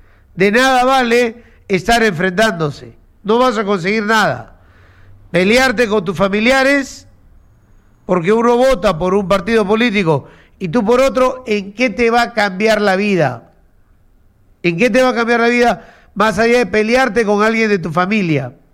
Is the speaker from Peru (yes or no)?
yes; Peru